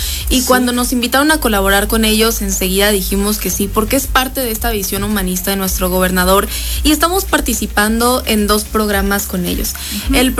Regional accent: Puebla, Mexico; es el evento más importante que tenemos como poblanas y como poblanos

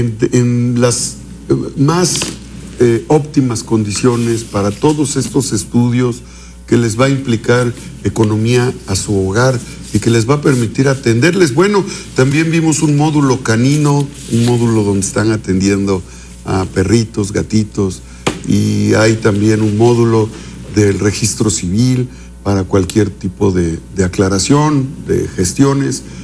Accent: Acatzingo, Puebla, Mexico; also born or lived in Izúcar de Matamoros; Bueno, gracias, nací en Izúcar, señor, aunque crecí en Acatzingo, pues, pero soy tu paisano.

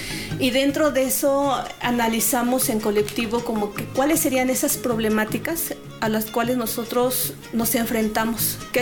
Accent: San Marcos Tlacoyalco, Puebla, Mexico; vengo de la comunidad de San Marcos Tlacoyalco.

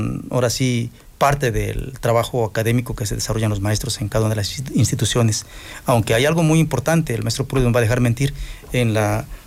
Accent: Raboso, Puebla, Mexico; aquí, en mi pueblo Raboso

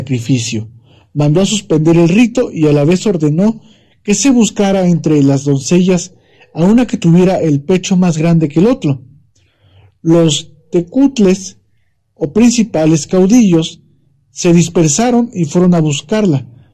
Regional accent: Mexico; la identidad comunal que nos distingue como mexicanos, poblanos, tlaxcaltecas, veracruzanos

